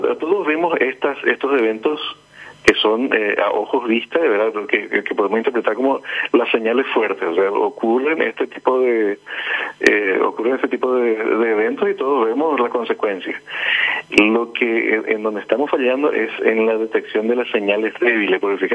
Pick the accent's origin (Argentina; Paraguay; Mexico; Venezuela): Paraguay